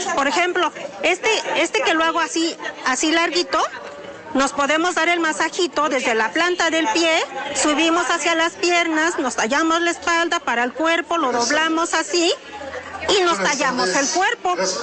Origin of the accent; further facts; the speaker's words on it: Santa Inés Ahuatempan, Puebla, Mexico; Vengo de Santa Inés Aguatempan, Puebla, y nos estamos dando a la tarea de sembrar el estropajo de guaje